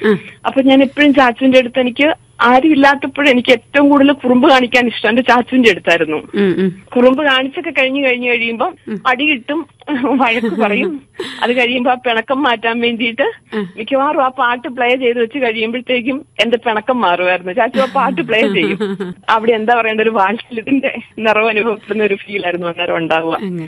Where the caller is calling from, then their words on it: Pariyaram, Kerala, India; ഞാൻ പരിയാരത്താണ് താമസിക്കുന്നത്.